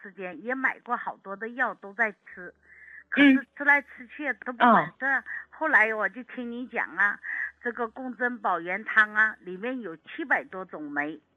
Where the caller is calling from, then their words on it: Nantong, Jiangsu, China; 我是南通的。